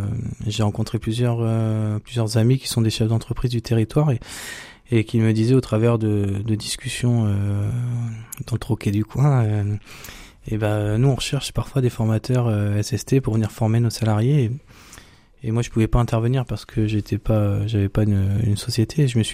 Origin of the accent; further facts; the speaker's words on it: Argentan, Normandy, France; also born or lived in Caen; moi je suis issu d'Argentan, je suis un pur produit du terroir. Et je me suis exilé quelques années sur Caen